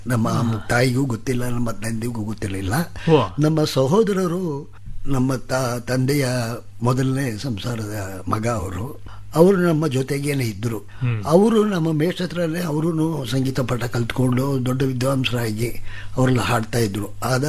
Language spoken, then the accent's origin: Kannada; Mysore, Karnataka, India; ನನಗೆ 81 ವಯಸ್ಸಾಯ್ತು. 1934 ನಾನು ಮೈಸೂರಲ್ಲಿ ಹುಟ್ಟಿದೆ.